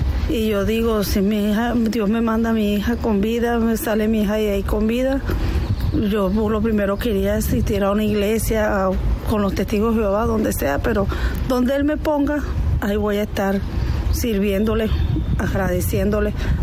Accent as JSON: {"language": "Spanish", "town": "Caraballeda", "region": "La Guaira", "country": "Venezuela", "said": "Y bueno, yo soy de Caraballeda, de otra parroquia"}